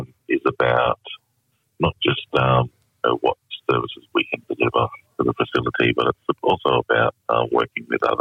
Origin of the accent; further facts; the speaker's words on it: Broome, Western Australia, Australia; I'm originally from Broome and have connections to Yarru and Jabba country.